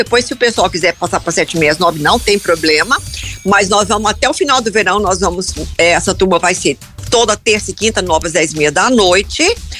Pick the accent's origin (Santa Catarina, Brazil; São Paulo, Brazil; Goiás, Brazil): Goiás, Brazil; Goiânia; now in California, United States; Goiana, americana